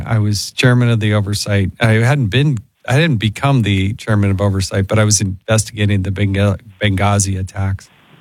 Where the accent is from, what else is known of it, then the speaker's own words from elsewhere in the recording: Utah, United States; I'm a rookie. I'm a member of Congress. I'm from Utah. I'm not in the military.